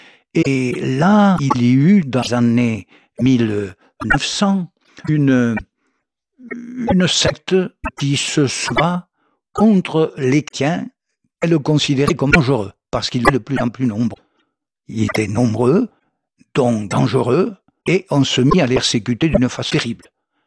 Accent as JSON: {"language": "French", "country": "France"}